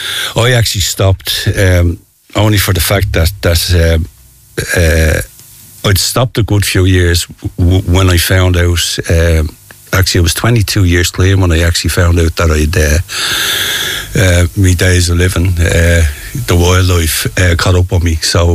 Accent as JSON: {"language": "English", "town": "Dún Laoghaire", "region": "Leinster", "country": "Ireland", "said": "I'm from Monkstown Farm in Dunleary."}